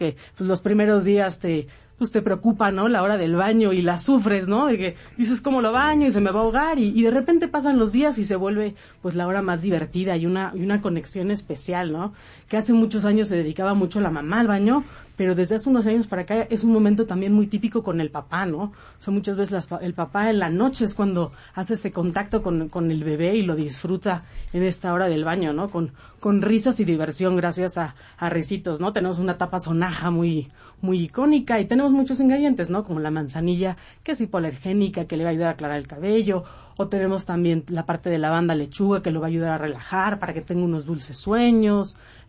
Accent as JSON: {"language": "Spanish", "country": "Mexico", "said": "Un orgullo como mexicano"}